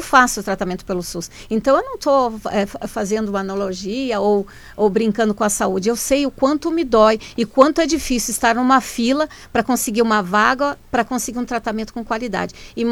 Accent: Cascavel, Paraná, Brazil; eu amo o Paraná, sou de Cascavel

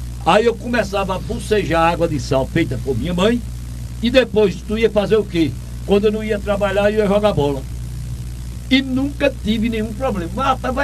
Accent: Altinho, Pernambuco, Brazil; A rua fica bem perto da Padre Manuel Zacaria, onde eu nasci e me criei.

